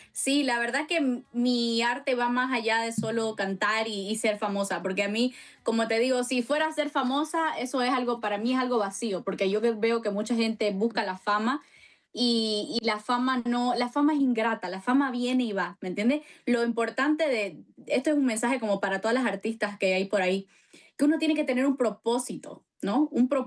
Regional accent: Bolivia; yo como artista boliviana

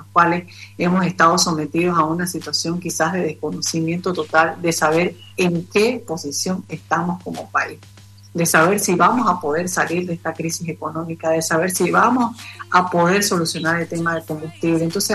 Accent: Bolivia

